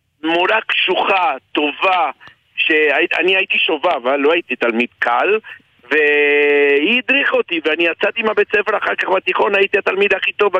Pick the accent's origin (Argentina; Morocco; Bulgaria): Argentina; שאני מאוד אוהב בתור ארגנטינאי, ואהבתי כשהייתי ילד.